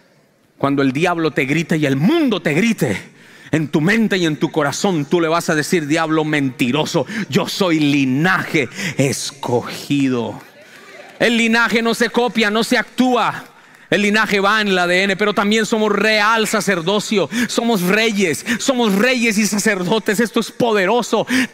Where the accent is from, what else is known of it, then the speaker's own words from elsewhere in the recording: Colombia; fui a mi tierra de Colombia. Mi tierra no es Bogotá. Aunque todo el mundo dice, ¿usted nació en Bogotá? Bogotá es la ciudad. Pero yo vengo del campo, de allá, de las vacas.